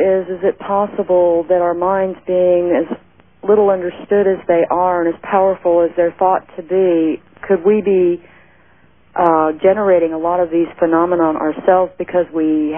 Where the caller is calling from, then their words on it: Bryan, Texas, United States; I'm in Bryan, Texas.